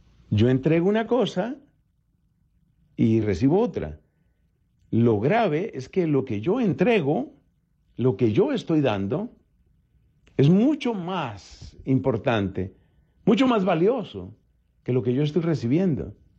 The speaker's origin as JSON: {"language": "Spanish", "country": "Colombia", "said": "mi país, Colombia"}